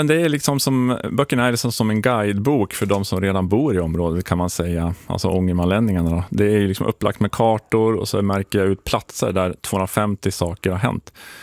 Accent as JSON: {"language": "Swedish", "area": "Alnö", "region": "Västernorrland County", "country": "Sweden", "tie": "born or raised there", "said": "Jag är uppvuxen på Alnö"}